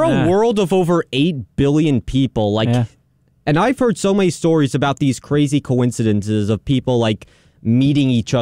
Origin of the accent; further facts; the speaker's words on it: New York City, New York, United States; I grew up in Astoria too